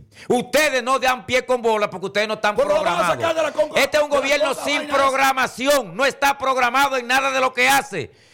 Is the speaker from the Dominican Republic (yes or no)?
yes; Dominican Republic; nosotros como dominicanos